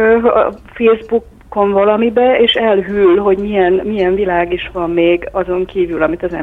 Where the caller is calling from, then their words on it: Hungary; én vidéken lakom, vidéki vagyok, és hát itt azért egészen más a világ.